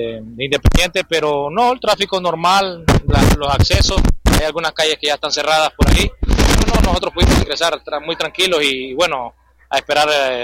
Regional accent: Siguatepeque, Comayagua, Honduras; nosotros los que somos de Siguatepeque

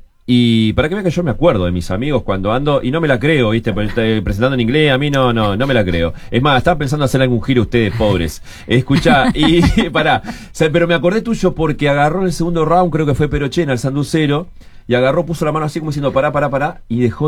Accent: Uruguay; hacemos un mea culpa como uruguayo.

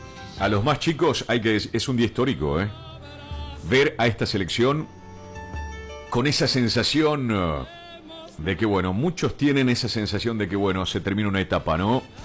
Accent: Argentina

